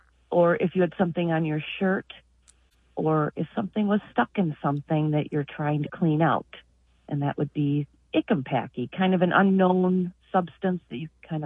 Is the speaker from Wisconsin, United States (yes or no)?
yes; Neenah, Wisconsin, United States; I'm from Neenah, Wisconsin.